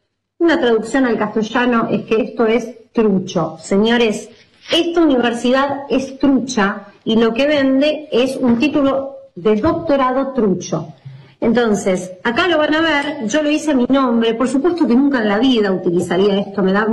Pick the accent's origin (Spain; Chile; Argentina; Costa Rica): Argentina